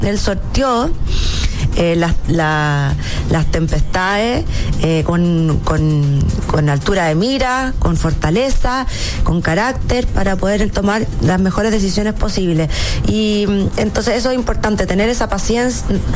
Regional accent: Chile; tenemos que también ser responsables en responder a los contribuyentes, que somos todos los chilenos.

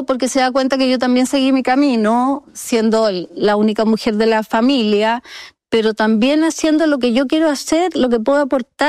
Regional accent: Santiago, Santiago Metropolitan Region, Chile; born there; Yo nací en Santiago, pero después mi papá, con estas cantidades de obras que ha hecho, que recorrió del norte

